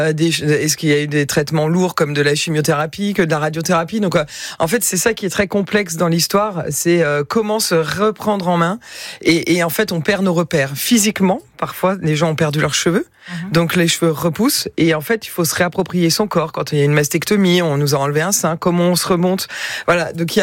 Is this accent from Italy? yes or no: no; Besançon, Bourgogne-Franche-Comté, France; moved away; also born or lived in Lyon; je suis byzantine d'origine.